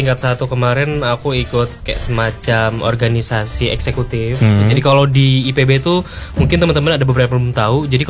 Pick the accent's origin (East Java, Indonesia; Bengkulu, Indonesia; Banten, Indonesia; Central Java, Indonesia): Banten, Indonesia; moved away as an adult; now in Bogor, Indonesia; karena kebetulan aku dari tetangga di Banten.